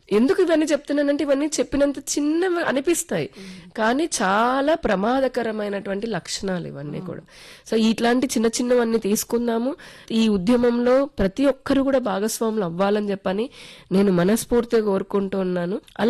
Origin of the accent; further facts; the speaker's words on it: Andhra Pradesh, India; So నాకు చాలా గర్వకారణంగా ఉంది, నేను ఆంధ్రప్రదేశ్ నుంచి ఉన్నాను కాబట్టి.